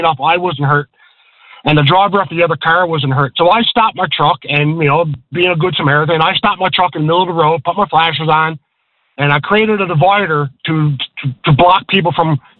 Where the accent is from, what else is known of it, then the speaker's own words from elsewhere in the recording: Newfoundland and Labrador, Canada; when they found out we're from Newfoundland, they kept saying how nice and how polite the people from Newfoundland and Labrador are.